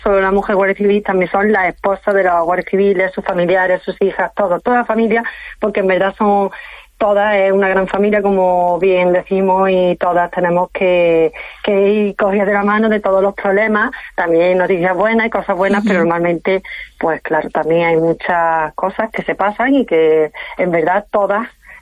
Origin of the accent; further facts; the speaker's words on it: Antequera, Andalusia, Spain; ya me vine aquí a mi tierra, aquí a Antequera.